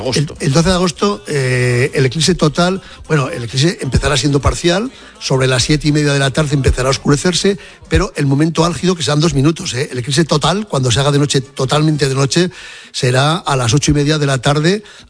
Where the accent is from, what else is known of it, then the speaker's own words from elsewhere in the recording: Daroca, Aragon, Spain; el epicentro del eclipse pasa por Daroca, que es mi ciudad natal